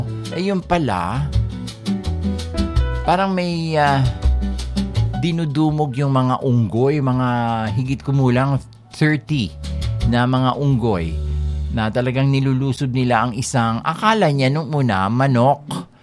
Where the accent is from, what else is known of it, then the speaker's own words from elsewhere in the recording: Maramag, Bukidnon, Philippines; ako pinanganak ako sa Bukidnon. Pinanganak ako sa Central Mindanao University sa Maramag, Bukidnon. Kaya naman, nag-spend ako ng ilang taong ko doon. Naging teenager. Doon ako nag-teenager.